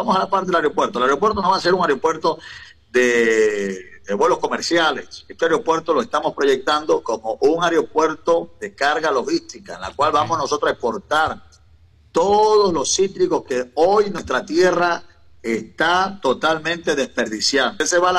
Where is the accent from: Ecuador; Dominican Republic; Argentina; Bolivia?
Ecuador; Chone, Manabí; moved away; usted es de Chones. Y yo también un tiempo tuve que salir de Chones, tuve que ir hasta el extranjero, tuve que salir en busca de nuevas oportunidades.